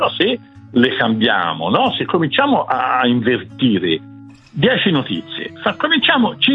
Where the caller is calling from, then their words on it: Lucca, Tuscany, Italy; Da lucchese